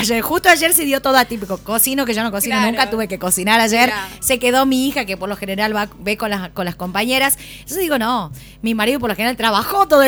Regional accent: Tucumán, Argentina

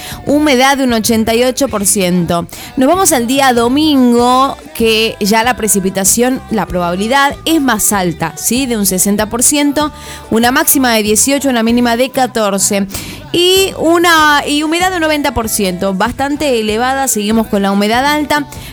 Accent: Tucumán, Argentina; a mí me gusta que nosotros como tucumanos, como santiagueños también

